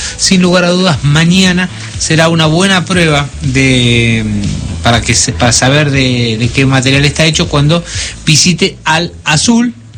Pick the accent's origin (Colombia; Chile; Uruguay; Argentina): Argentina; yo porque soy argentino y la pienso así